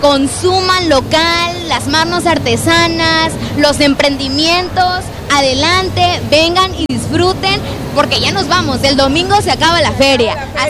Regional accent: Tabasco, Mexico; cómo somos los tabasqueños, esta ricura, esta frescura

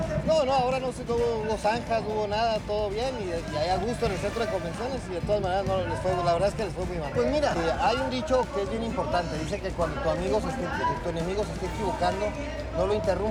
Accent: Mexico

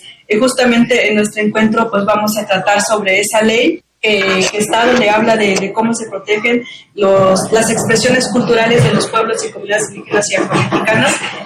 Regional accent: Benemérito de las Américas, Chiapas, Mexico; Soy del municipio de Benemérito de las Américas, Chiapas

